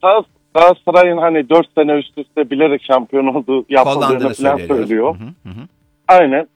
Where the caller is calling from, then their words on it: Stockholm, Stockholm County, Sweden; İsveç'ten katılıyorum.